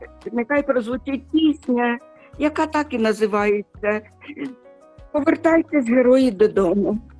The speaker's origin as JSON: {"language": "Ukrainian", "town": "Sumy", "region": "Sumy Oblast", "country": "Ukraine", "tie": "born or raised there", "said": "Зараз він захищає наше рідне місто Суми, сумчан."}